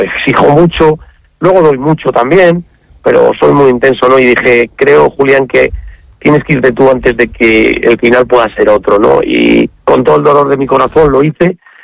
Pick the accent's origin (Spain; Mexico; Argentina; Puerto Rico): Spain; Parla, Community of Madrid; moved away; also born or lived in Burgos; en Parla la primera porque es mi casa, mi barrio, mi gente, donde crecí, donde me formé como persona, con las dificultades que tuve que pasar, tanto económicas como sociales, como del día a día en un barrio muy duro, pero es mi ciudad